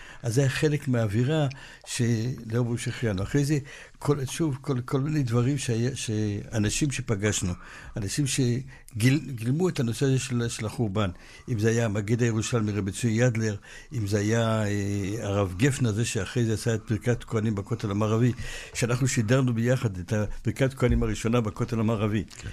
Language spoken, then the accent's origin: Hebrew; Jerusalem, Jerusalem District, Israel; אני נולדתי למעשה במאה שערים, התחתנתי, עברתי לעזרת תורה. אבל המקור שלי זה במאה שערים.